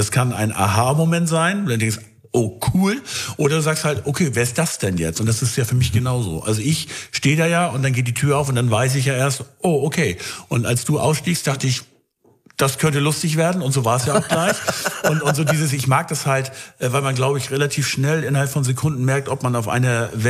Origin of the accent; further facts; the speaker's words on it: Northern Germany, Germany